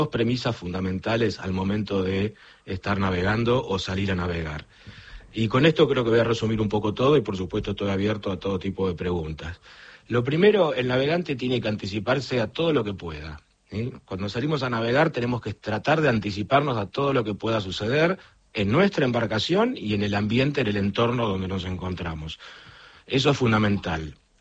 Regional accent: Argentina; moved away; also born or lived in Colonia, Uruguay; mi licencia es de cuando yo soy argentino, de cuando yo vivía en Uruguay.

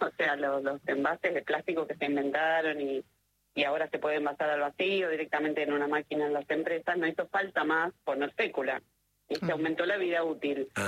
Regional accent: Argentina

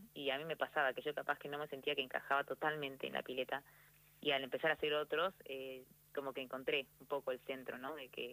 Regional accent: Salta, Argentina; Yo soy de Capital.

